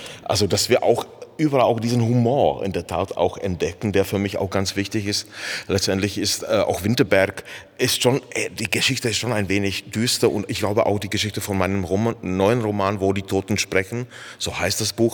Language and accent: German; Czechia; wir Tschechen und Österreicher